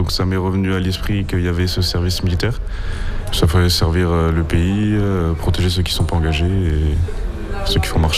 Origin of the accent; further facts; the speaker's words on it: Occitanie, France; j'ai 19 ans. Je viens du Gard.